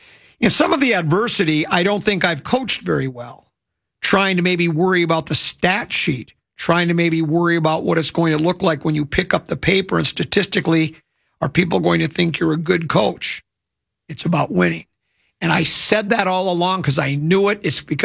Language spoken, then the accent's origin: English; Woodbury, Minnesota, United States; We're both from Woodbury.